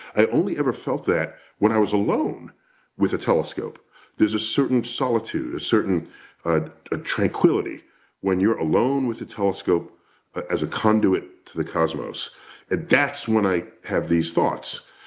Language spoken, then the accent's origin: English; New York City, New York, United States; born and raised in New York City.